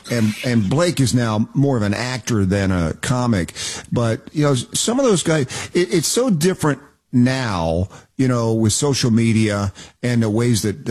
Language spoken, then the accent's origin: English; Knoxville, Tennessee, United States; she is actually lives in my hometown of Knoxville, Tennessee.